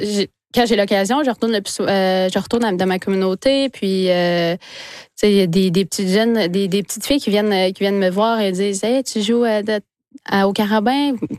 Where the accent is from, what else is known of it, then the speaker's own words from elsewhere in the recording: Wemotaci, Quebec, Canada; Nous, quand j'ai grandi à Wimantashi, justement, où on avait mon père il faisait... une glace de rare chez nous, dans notre cour arrière.